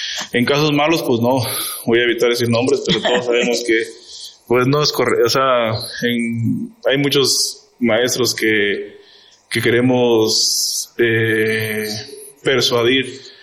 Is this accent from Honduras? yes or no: no; Mexico; todos somos mexicanos.